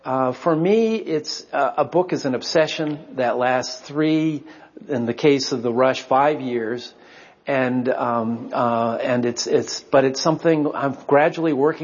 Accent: Pittsburgh, Pennsylvania, United States; And, I grew up a sailor in Pittsburgh, which is a challenge. And, I sailed on the Three Rivers.

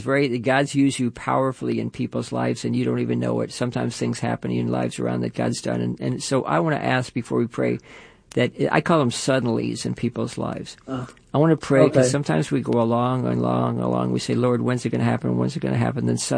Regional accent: Levittown, New York, United States; now in San Francisco, United States; Perfect. I grew up in Levittown for a while, so.

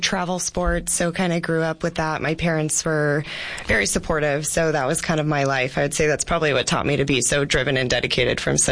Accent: Yuma, Arizona, United States; So born and raised in Yuma.

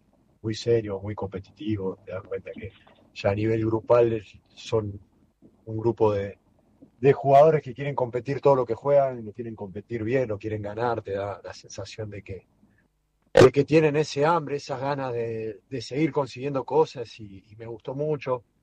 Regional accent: Argentina; que realmente como futbolero, como argentino, no, particularmente me ilusiona muchísimo.

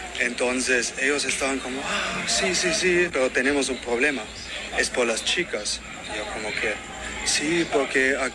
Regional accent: Medellín, Antioquia, Colombia; nosotros somos de Medellín.

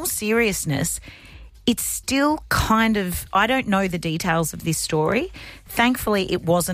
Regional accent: Goulburn, New South Wales, Australia; born there; I was born in Goulburn.

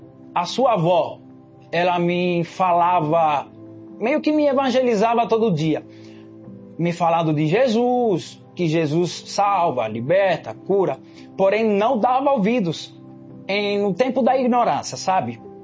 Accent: Cuba; born or raised there; now in Brazil

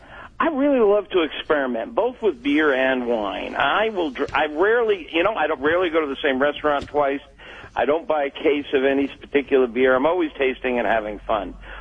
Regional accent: Florida, United States; I was raised in Florida. I'm a University of Florida Gator

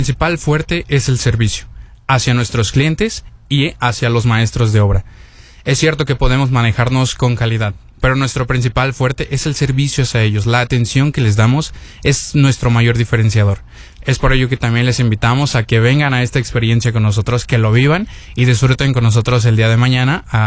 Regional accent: Tezontepec de Aldama, Hidalgo, Mexico; Y nosotros, DIMSIT, nacimos precisamente en la región. Somos originarios de Tezontepec de Aldama

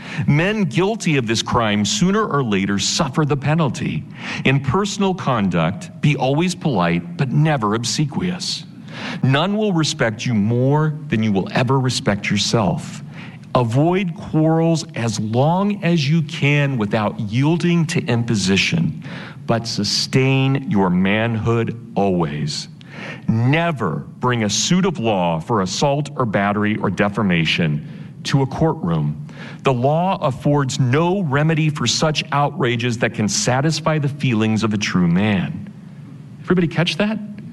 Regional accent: Kansas, United States; and I will admit, I'm from Kansas, I'm a Volga German, Russian German stock.

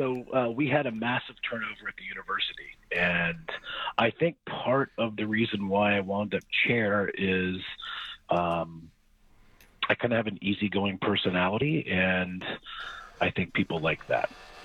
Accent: Oil City, Pennsylvania, United States; also born or lived in Oakland; I come originally from Oakland, is where I was born. But we moved to Oil City, and from there I wound up going to college in Pennsylvania

